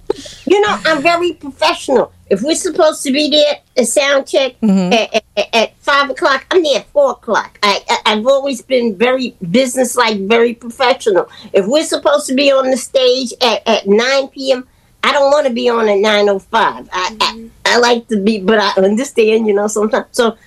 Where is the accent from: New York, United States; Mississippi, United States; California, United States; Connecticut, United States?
New York, United States; I Madison Square Garden, as a New Yorker, is like the ultimate dream.